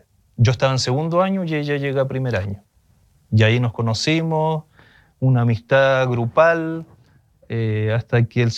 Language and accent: Spanish; San Bernardo, Santiago Metropolitan Region, Chile; also born or lived in La Cisterna; now in Maipú, Chile; Nací en La Cisterna, pero viví la mayor parte en San Bernardo.